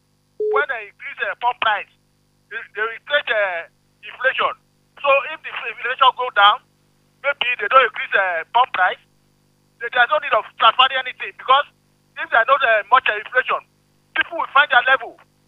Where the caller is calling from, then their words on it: Nigeria; from Ishwakuku.